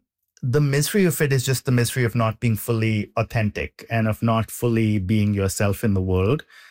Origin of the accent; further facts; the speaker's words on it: India; moved away as an adult; now in United States; I already had a bifurcated life in the sense that I grew up in India. I moved to the US for college. I was writing about India.